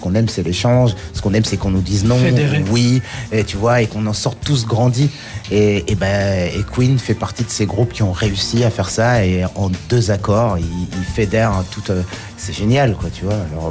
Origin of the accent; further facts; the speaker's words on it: Brussels, Brussels-Capital Region, Belgium; born there; moved away; also born or lived in north of France; moi, je suis né à Bruxelles, j'ai vécu beaucoup